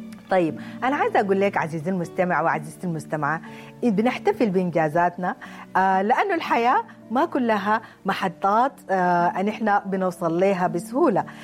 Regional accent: Sudan; وأكيد يعني كثير إحنا كسودانيين بنقول الفرح والكره متباريات

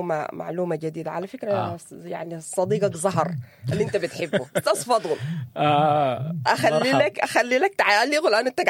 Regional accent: Sudan; نحن كسودانيين قاعدين نقول اللي بيشيل همك هو اللي بيعرفك.

